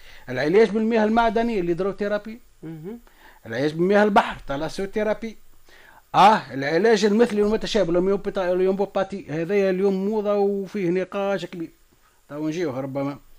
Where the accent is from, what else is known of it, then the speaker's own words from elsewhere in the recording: Tunisia; موجود عندنا في تونس